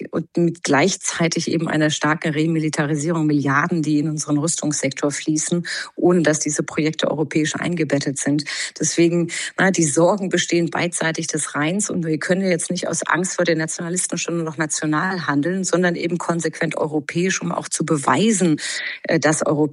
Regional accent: Germany; Am Ende haben wir als Deutsche davon stark profitiert

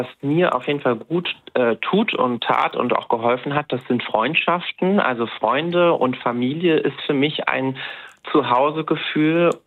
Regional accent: Mechernich, North Rhine-Westphalia, Germany; moved away as an adult; also born or lived in Brazil / Cologne / Vienna / Berlin; in Brasilien geboren worden, dann wurde ich aber nach ein paar Wochen adoptiert und ja, bin dann in der Eifel hier in Mechernich aufgewachsen. Und danach hat es mich aber erstmal rausgezogen in die Welt, kurz nach Köln, dann nach Wien. Und dann war Berlin bis letztes Jahr 16 Jahre lang mein Zuhause.

